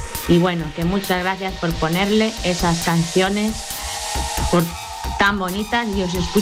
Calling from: Andorra, Aragon, Spain; Soy la chica de Andorra.

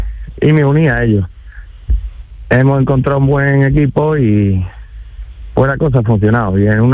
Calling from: Écija, Andalusia, Spain; Nosotros somos de Écija.

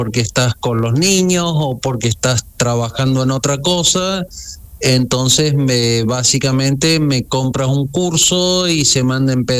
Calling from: Córdoba, Argentina; nosotros que somos de Córdoba, de acá.

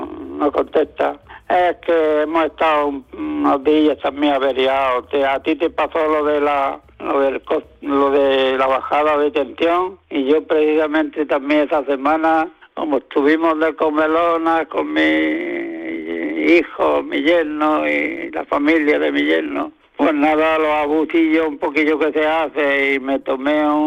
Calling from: Almuñécar, Andalusia, Spain; de Almuñécar.

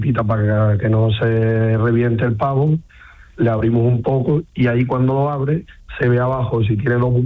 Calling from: Campillos, Andalusia, Spain; en Campillo, en Málaga.

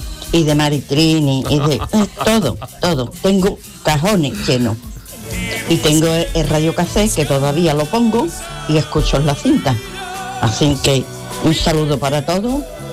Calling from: Alcalá, Spain; Hola, buenas tardes, equipo. … de Alcalá.

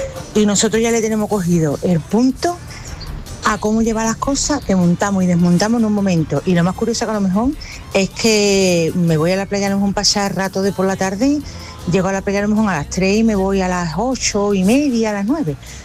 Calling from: Seville, Andalusia, Spain; Buenos días … de Sevilla.

